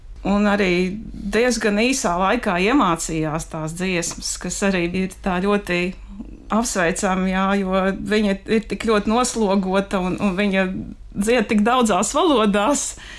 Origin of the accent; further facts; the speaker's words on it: Daugavpils, Latgale, Latvia; now in Cēsis area, Latvia; Ar latgaliešu valodu un ar latgali man ir tādas īpašas attiecības, jo esmu dzimusi un augusi Daugavpilī.